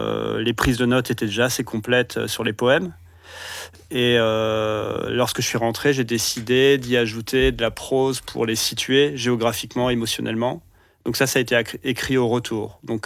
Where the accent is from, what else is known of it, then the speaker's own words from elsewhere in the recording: France; moved away as an adult; now in Belgium; moi je suis français à la base, je suis installé en Belgique depuis une quinzaine d'années.